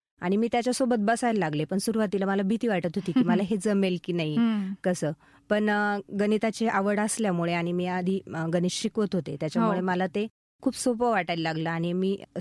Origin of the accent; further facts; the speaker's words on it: Ramache Pimpalas, Maharashtra, India; moved away as an adult; also born or lived in Sogras, Chandwad taluka / Karanjgaon; now in Nashik, India; माझं माहेर रामाचे पिंपळस आहे.